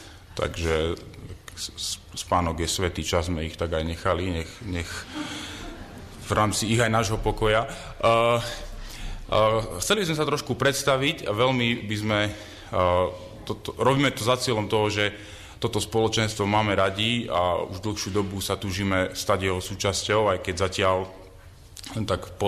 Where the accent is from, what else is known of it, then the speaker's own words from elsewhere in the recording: Polomka, Banská Bystrica Region, Slovakia; moved away as an adult; now in England, United Kingdom; Ja pochádzam pôvodne z Polomky, to je tu na, čo by kameňom dohodil od Brezna pri Závadke. Vyrastol som, môžem povedať, vo veriacej katolíckej rodine od malička.